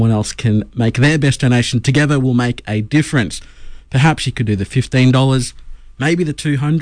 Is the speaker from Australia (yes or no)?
yes; Sydney, New South Wales, Australia; born there; I was born in Sydney.